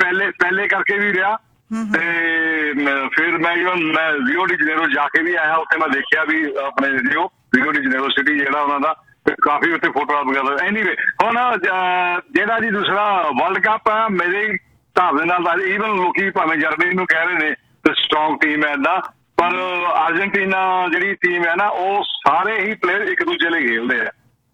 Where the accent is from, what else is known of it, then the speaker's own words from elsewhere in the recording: Adampur, Punjab, India; ਮੇਰੇ ਫਾਦਰ ਸਾਹਿਬ ਵੀ ਖੇਡਦੇ ਰਹੇ ਤੇ ਮੈਂ ਵੀ ਖੇਡਿਆ ਹਨਾ। ਸਾਡਾ ਡਿਸਟ੍ਰਿਕਟ ਆਦਮਪੁਰ ਪੈਂਦਾ, ਸਾਡੇ ਲਗਾਤਾਰ ਟੂਰਨਾਮੈਂਟ ਚੱਲਦਾ ਸਾਡੇ ਪਿੰਡ ਉੱਤੇ ਫੁੱਟਬਾਲ ਦਾ ਹਰ ਸਾਲ